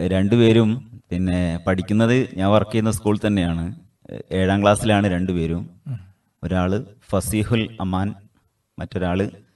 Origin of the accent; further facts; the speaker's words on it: Palakkutty, Kerala, India; now in Cheruvadi, India; അതായത് ഞാൻ ജനിച്ച് വളർന്ന സ്ഥലം കോഴിക്കോട് ജില്ലയിലെ കൊടുവള്ളി എന്ന് പറഞ്ഞ സ്ഥലത്തിനടുത്തുള്ള പാലക്കുറ്റി എന്ന സ്ഥലത്താണ്.